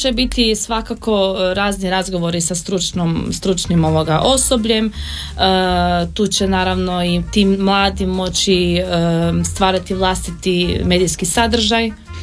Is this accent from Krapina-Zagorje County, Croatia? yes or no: yes; Krapina-Zagorje County, Croatia; accent: Zagorje dialect (Kajkavian); mi smo im rekli na zagorski, na našem dijalektu riječi